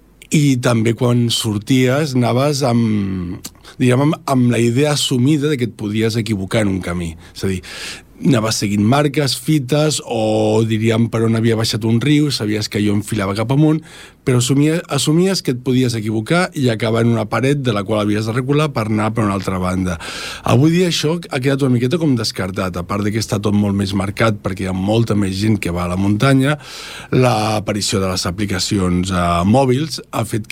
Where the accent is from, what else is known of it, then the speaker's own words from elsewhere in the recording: Esplugues de Llobregat, Catalonia, Spain; moved away; jo soc d'Esplugues